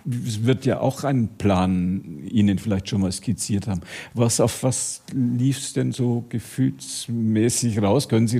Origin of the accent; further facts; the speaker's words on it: Fürth, Bavaria, Germany; Ich oute mich als Fürther